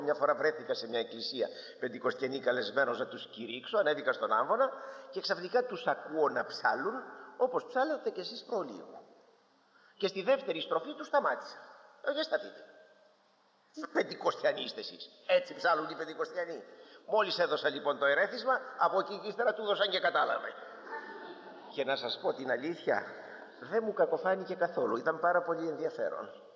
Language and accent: Greek; Greece; σαν Έλληνες έχουμε την τάση